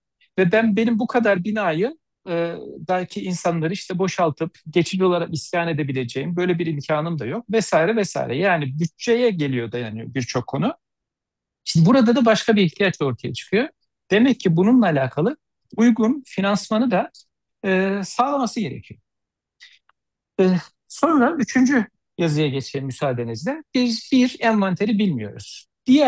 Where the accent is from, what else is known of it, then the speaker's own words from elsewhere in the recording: Yahşihan, Kırıkkale, Turkey; ben de Kırıkkaleliyim. Maalesef benim memleketimden, Yahşahan ilçesinden